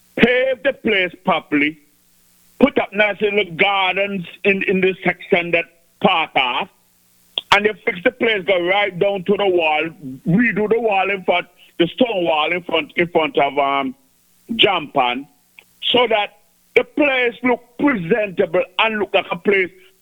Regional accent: Antigua & Barbuda; we as Antiguans, we don't appreciate the aesthetics of our country.

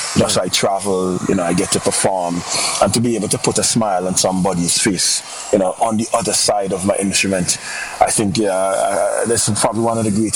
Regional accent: Trinidad & Tobago; because I'm from the Villa Point community.

